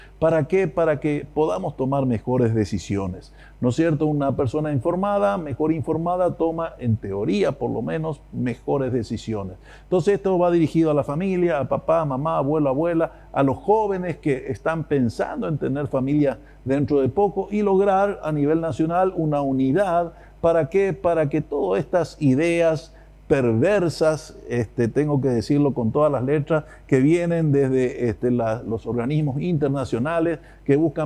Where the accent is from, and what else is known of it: Paraguay